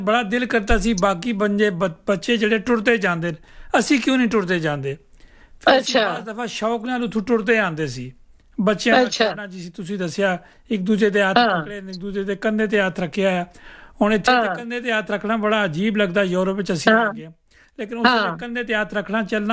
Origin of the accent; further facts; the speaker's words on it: Rawalpindi, Punjab, Pakistan; also born or lived in Gulyana; ਮੈਂ ਪਿੰਡੀ 'ਚ ਪੈਦਾ ਹੋਇਆ, ਪਿੰਡੀ ਮੇਰਾ ਸ਼ਹਿਰ ਹੈ, ਵੈਸੇ ਮੇਰਾ ਗਾਉਂ ਗੁਲਿਆਣਾ, ਗੁਲਿਆਣੇ ਦਾ ਮੈਂ ਰਹਿਣ ਵਾਲਾ